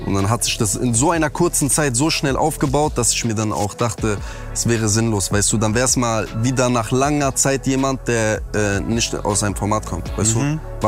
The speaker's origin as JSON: {"language": "German", "region": "North Rhine-Westphalia", "country": "Germany", "said": "aber ich komme ja aus NRW, ich komme aus Ding, weißt"}